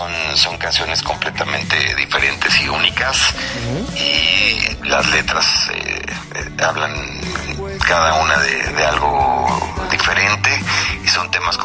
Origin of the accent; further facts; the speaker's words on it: Mexico; somos mexicanos, tenemos que hacerlo en español.